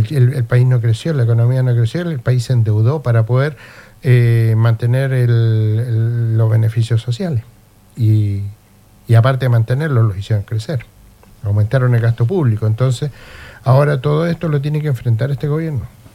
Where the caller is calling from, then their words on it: Chile; nosotros hemos trabajado toda la vida en Chile, somos chilenos